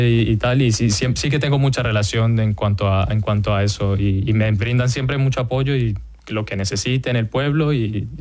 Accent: Colombia; moved away as an adult; now in Spain; soy de Colombia, yo allí no pintaba

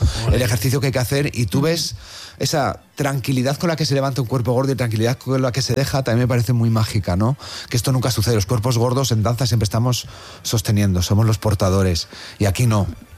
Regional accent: Valladolid, Castile and León, Spain

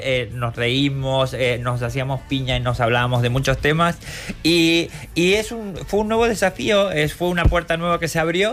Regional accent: Rosario, Santa Fe, Argentina; Y nosotros en Rosario, que es la tierra de donde vengo, tiene un río y este juego de los troncos lo hacíamos.

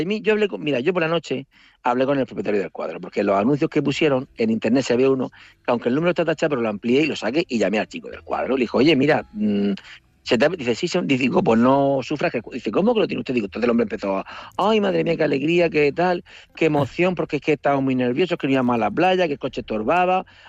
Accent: Murcia, Region of Murcia, Spain; Digo, mire … soy de Murcia y tal.

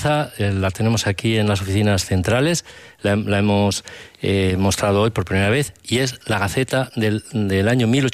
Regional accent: Community of Madrid, Spain; Es habitual que los madrileños abramos el grifo y bebamos agua.

